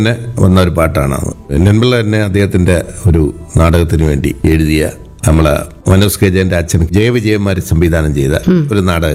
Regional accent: Paravur, Kerala, India; എന്റെ നാട്ടിൽ തന്നെ ഞാൻ ചെയ്യുമായിരുന്നു

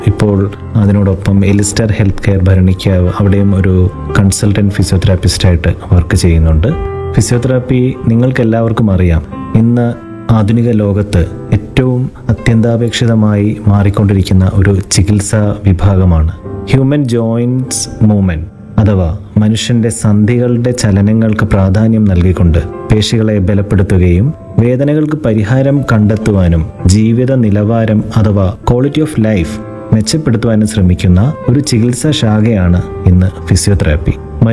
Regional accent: Kambissery, Kerala, India; born there; ഞങ്ങളുടെ വീടിനോട് ചേർന്ന് തന്നെ നേരത്തെ ഒരു ആശുപത്രി, കാമ്പിശ്ശേരിയിൽ മെഡിക്കൽ മിഷൻ ആശുപത്രി

